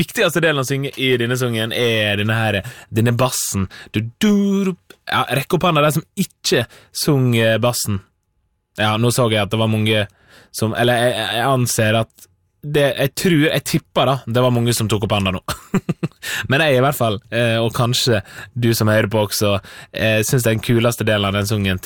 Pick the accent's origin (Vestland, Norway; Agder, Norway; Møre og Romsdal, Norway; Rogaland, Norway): Møre og Romsdal, Norway; accent: Sunnmøre dialect; fordi jeg har jo ei dialekt, men der folk som prater bredere sunnmørsk enn meg.